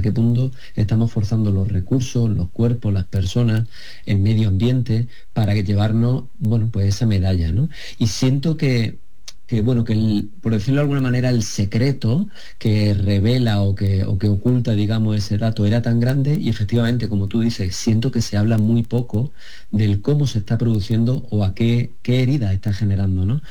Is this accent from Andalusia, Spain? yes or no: yes; Jaén, Andalusia, Spain; soy de Jaén y de familia que ha trabajado el campo, ¿no?